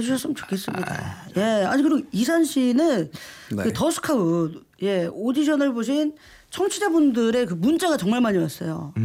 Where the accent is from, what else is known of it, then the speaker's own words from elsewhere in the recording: Daegu, South Korea; 저도 대구 출신이어서 네.